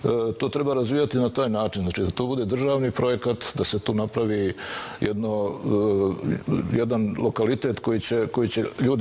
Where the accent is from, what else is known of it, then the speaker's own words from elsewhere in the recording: Banja Luka, Republika Srpska, Bosnia & Herzegovina; ja sam odrastao i rođen u Banja Luci, tako da je to za mene bio i ostaće Šeher.